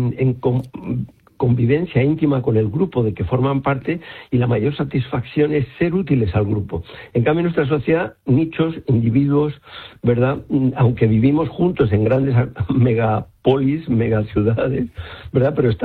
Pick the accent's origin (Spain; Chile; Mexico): Spain; Madrid, Community of Madrid; now in Armuña, Spain; Y yo, de hecho, soy madrileño de Chamberí y me he ido a vivir a la Armuña salmantina